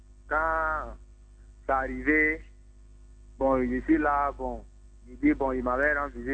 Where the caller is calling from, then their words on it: Abidjan, Côte d’Ivoire; Je suis à Cocody, Nouveau Goudron.